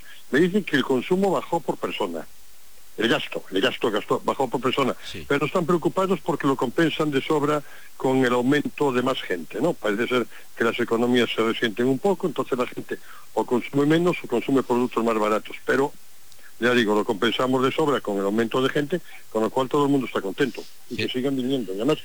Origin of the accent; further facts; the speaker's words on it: Cambados, Galicia, Spain; me preocupo en mi pueblo, la noche del festival del Albariño, o sea, el sábado, que, bueno, pues es el día fuerte en Cambados, ¿no?